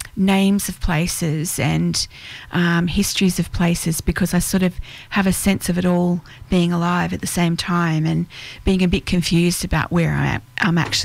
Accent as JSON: {"language": "English", "town": "Sydney", "region": "New South Wales", "country": "Australia", "tie": "born or raised there", "also_born_or_lived": "Blue Mountains", "lives_now": "Mystery Bay, Australia", "said": "Well, Richard and I both grew up in Sydney, but we sort of took off, both of us, pretty quickly. So I spent most of my younger years in the Blue Mountains."}